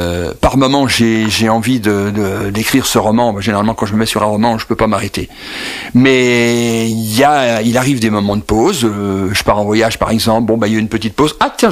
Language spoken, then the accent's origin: French; Nevers, Bourgogne-Franche-Comté, France; Je suis de Nevers de Cise, Sainte-Bernadette est là-bas, voilà.